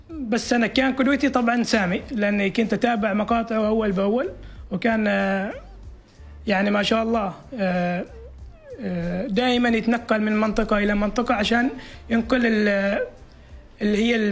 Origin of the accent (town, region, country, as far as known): Oman